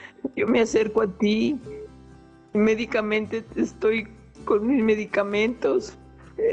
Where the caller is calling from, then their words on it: Guadalajara, Jalisco, Mexico; de aquí de Guadalajara.